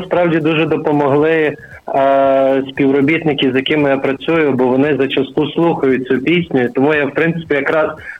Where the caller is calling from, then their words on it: Ivano-Frankivsk, Ivano-Frankivsk Oblast, Ukraine; з Франківська.